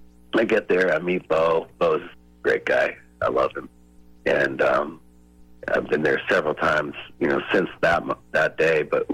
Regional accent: Maine, United States; I was from Maine originally.

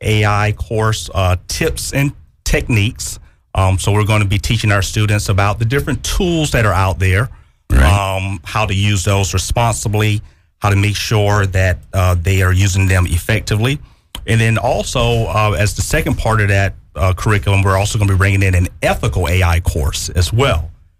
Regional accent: Sumter, South Carolina, United States; So I'm from right here in Sumter, born and raised

